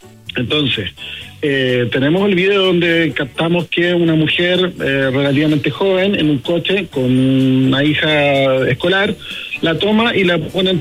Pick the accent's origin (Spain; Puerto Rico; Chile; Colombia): Chile; A nosotros como chilenos siempre nos faltan motivos todos los días para estar enojados y enrabiados con algo